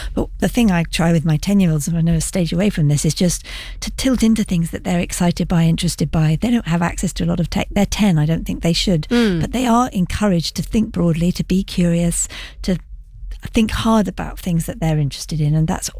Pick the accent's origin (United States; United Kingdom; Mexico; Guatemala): United Kingdom; London; I'm a Londoner through and through. I care about this city